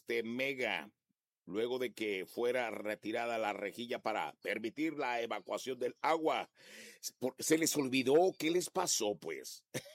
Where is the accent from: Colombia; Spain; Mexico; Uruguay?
Mexico; Bahía de Banderas, Nayarit; como dijeran allá en mi pueblo, no la pelaban. No la pelaban por ahí en el seguro, en la 33. Allá en Bahía Banderas, que no la pelaban